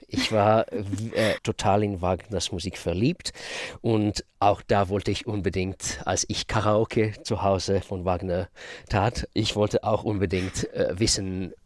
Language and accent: German; Israel; born or raised there; German is a second language; moved away as an adult